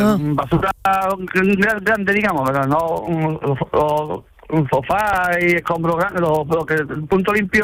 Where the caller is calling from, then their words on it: Jerez de la Frontera, Andalusia, Spain; Yo soy de Jerez, claro.